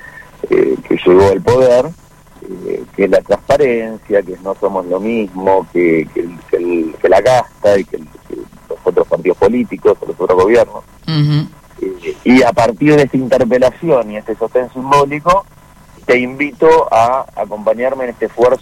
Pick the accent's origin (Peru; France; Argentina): Argentina; Y la idea esta de que tenemos, quizás como argentinos muchas veces, es que no hay restricción presupuestaria.